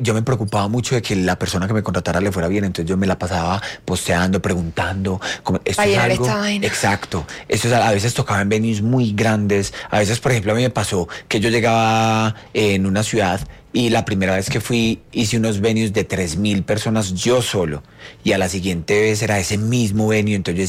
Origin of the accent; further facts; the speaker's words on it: Colombia; ir a hablar sobre mi canción en Colombia, que es mi país de origen